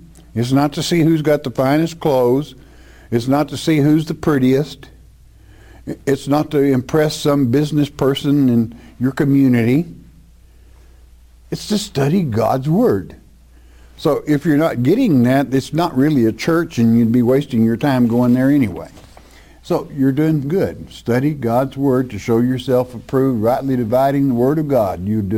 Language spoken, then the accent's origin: English; Oklahoma, United States; but I'm being from Oklahoma myself. I think I know how to talk to a hard-headed old person from Oklahoma.